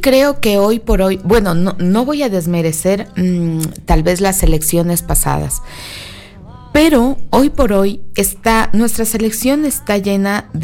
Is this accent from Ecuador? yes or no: yes; Ecuador